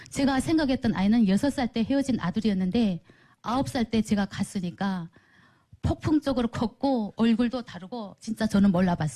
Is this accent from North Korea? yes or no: yes; North Korea; moved away as an adult; also born or lived in China; 제가 탈북을 해서